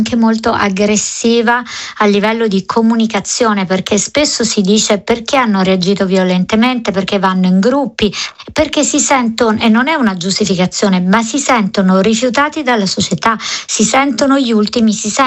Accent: Naples, Campania, Italy; Io sono cresciuta a Napoli, in altre zone della città, però conosco la mia città d'origine

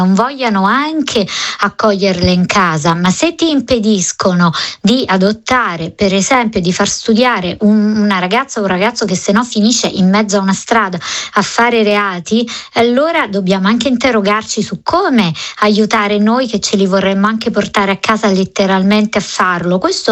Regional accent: Naples, Campania, Italy; Io sono cresciuta a Napoli, in altre zone della città, però conosco la mia città d'origine

